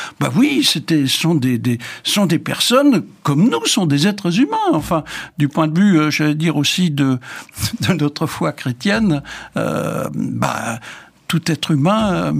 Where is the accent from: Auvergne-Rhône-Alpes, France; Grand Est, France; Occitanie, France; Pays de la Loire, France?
Grand Est, France; Enfin, chez nous en Alsacien, on appelait ça un tziguiner